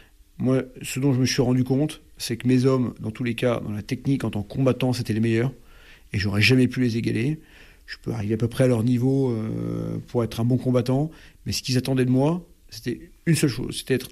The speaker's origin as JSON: {"language": "French", "country": "France", "said": "en tant que Français"}